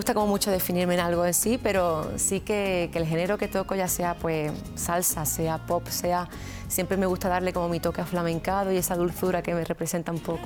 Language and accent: Spanish; Málaga, Andalusia, Spain; como artista andaluza hemos estado en Sevilla, hemos estado en Fuengirola, que yo también, bueno, como malagueña